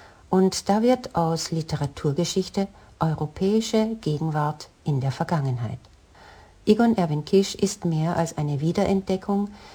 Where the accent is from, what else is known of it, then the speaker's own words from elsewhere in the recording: Austria; Ich bin Österreicherin und verbringe jedes Jahr viele Monate in Spanien.